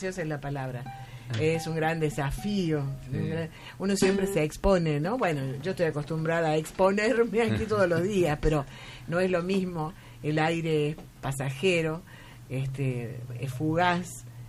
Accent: Tucumán, Argentina; pero porque somos tucumanos, ¿o no?

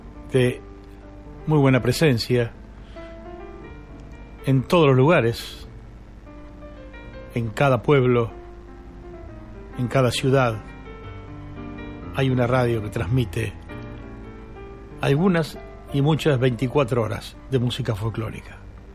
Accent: Argentina

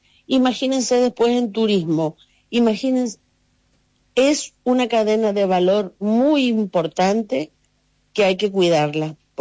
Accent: Argentina; somos argentinos y queremos mostrar lo lindo de Argentina

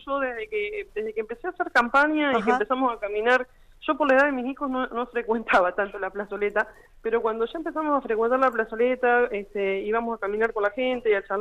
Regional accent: Ramallo, Buenos Aires Province, Argentina; somos todos de Ramallo, todos conocidos

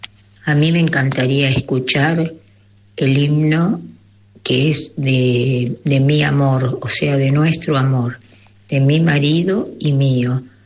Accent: Remedios de Escalada, Buenos Aires Province, Argentina; de Remedios de Escalad

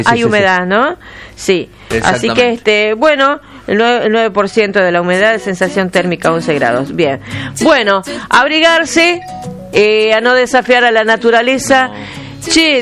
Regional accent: Tucumán, Argentina; Yo soy tucumana

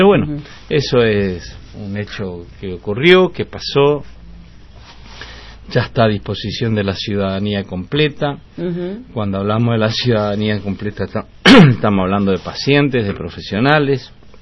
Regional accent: Jujuy, Argentina; a poco estoy volviendo a mi provincia, ¿no? Y ahí justo de las lagunas, de la zona de Coduti, donde yo nací en Jujuy

